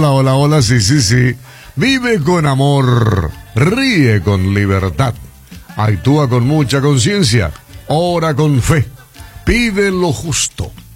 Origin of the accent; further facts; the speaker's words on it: Paraguay; Orgullosamente paraguayo.